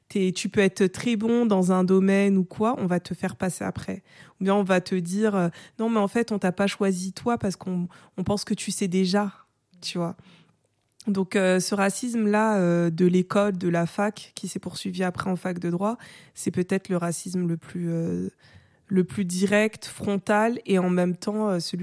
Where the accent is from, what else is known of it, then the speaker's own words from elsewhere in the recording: Paris, Île-de-France, France; je suis française. Tu vois, où je viens de Paris.